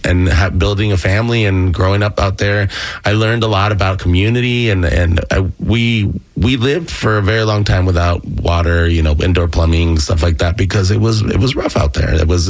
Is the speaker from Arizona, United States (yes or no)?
yes; Sahuarita, Arizona, United States; also born or lived in Pomona, California; And I grew up in Arizona, a little small town called Sahuarita, little desert town. When I lived there, it was a town of about maybe a little over 1,000 people. Very, very small, little rural town.